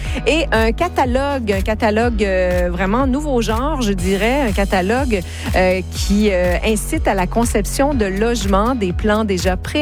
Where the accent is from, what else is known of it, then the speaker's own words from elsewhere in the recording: New Brunswick, Canada; chez nous, au Nouveau-Brunswick